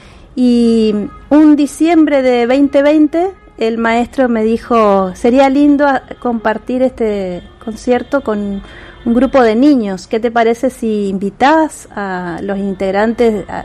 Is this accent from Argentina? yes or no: yes; Corrientes, Argentina; yo soy correntina